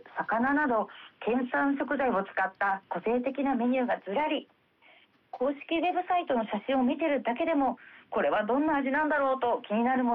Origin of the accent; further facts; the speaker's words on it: Ibaraki, Japan; 私の地元茨城町からは